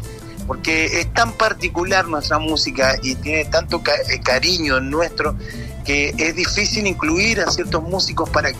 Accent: Mendoza, Argentina; moved away; cuando nos fuimos de Mendoza, siempre nos fuimos pensando en hacer música propia, hacer nuestra música. Mi papá siempre fue músico, mis tíos también. Nosotros nos criamos viéndolos tocar en distintos lugares.

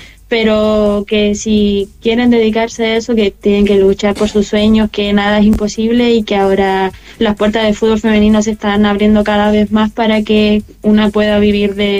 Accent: María Elena, Antofagasta, Chile; now in Antofagasta, Chile; Yo no soy de Antofagasta, yo soy nacida y criada en María Elena, la última salitrera que queda activa en el mundo. Entonces, bueno, me vine a Antofa por lo mismo

